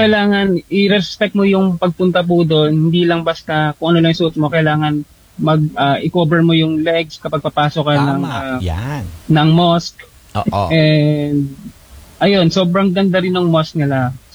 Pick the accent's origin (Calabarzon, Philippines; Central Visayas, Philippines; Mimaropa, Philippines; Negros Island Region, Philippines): Calabarzon, Philippines; Quezon Province; I'm from Quezon Province po.